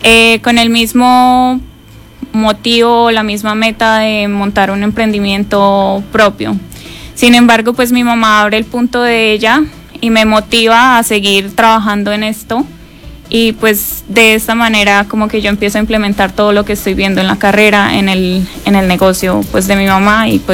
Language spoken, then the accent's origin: Spanish; Argentina; now in Bucaramanga, Colombia; El apellido sí tiene pues descendencia italiana, pero pues somos de Argentina.